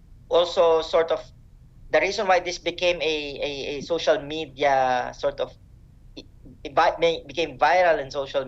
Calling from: Philippines; I'm joining from the Philippines.

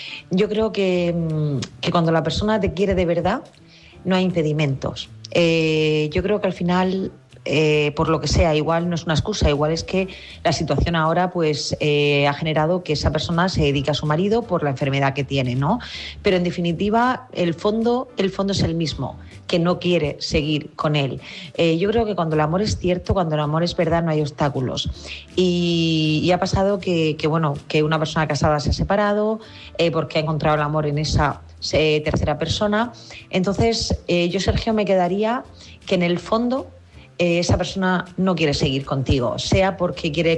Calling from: Murcia, Region of Murcia, Spain; corresponsal de Murcia.

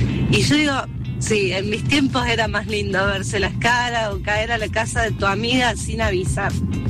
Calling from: Villa Allende, Córdoba, Argentina; de Villa Allende

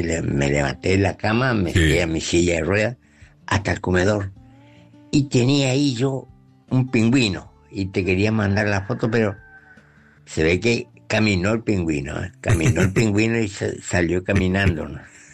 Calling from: Clorinda, Formosa, Argentina; de Clorinda, Formosa.

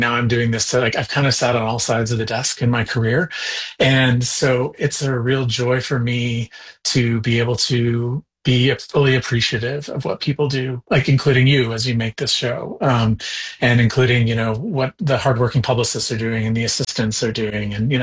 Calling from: Nova Scotia, Canada; I am calling you from Cape Breton today.

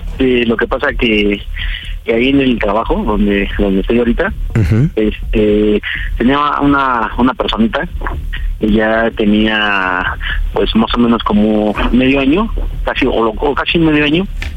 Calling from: Naucalpan, State of Mexico, Mexico; Estamos aquí en Naucalpan, tengo 37.

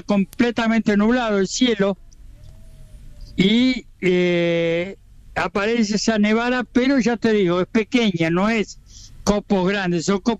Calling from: La Plata, Buenos Aires Province, Argentina; siendo yo más platense, escucho la radio de Córdoba

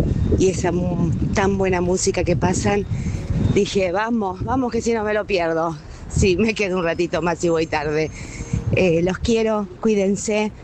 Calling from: Buenos Aires, Argentina; de Liniers, acá en el andén

